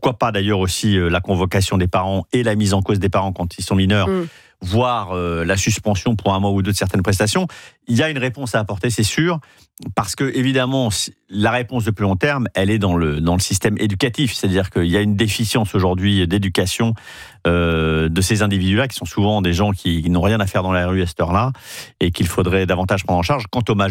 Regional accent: France; nous, en tant que Français, ça compte pour les Algériens

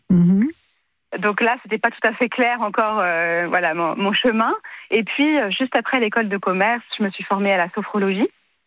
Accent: Maisons-Laffitte, Île-de-France, France; J'ai grandi à Maisons-Lafitte, en région parisienne.

